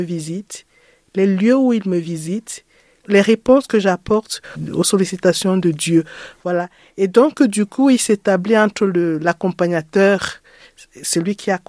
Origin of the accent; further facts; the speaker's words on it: Cameroon; moved away as an adult; now in France; quand j'étais dans mon pays au Cameroun.